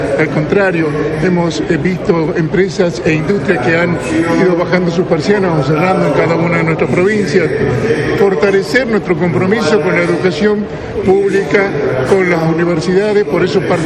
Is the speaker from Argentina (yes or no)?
yes; Norte Grande, Argentina